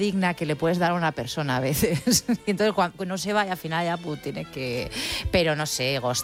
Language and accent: Spanish; Bilbao, Basque Country, Spain; Yo no me ilusiono, yo soy de Bilbao de Centro, yo no me ilusiono con nada.